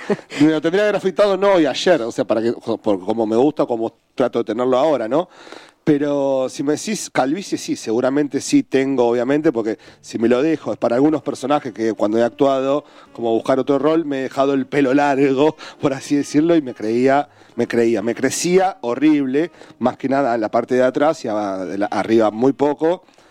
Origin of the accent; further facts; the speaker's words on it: Casilda, Santa Fe, Argentina; moved away; also born or lived in Rosario; Yo soy de provincia de Santa Fe, una ciudad que se llama Casilda, que queda a 50 kilómetros de Rosario. Estaba estudiando en Rosario